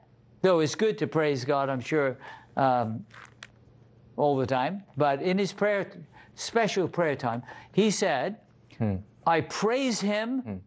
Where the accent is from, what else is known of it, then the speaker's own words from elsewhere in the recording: Bristol, South West England, United Kingdom; moved away; I grew up in Bristol, England. That's on the west coast of England.